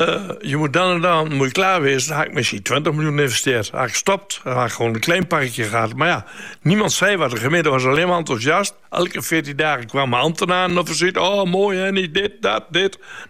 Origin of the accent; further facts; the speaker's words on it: Slagharen, Overijssel, Netherlands; Ik kom origineel uit Slagharen.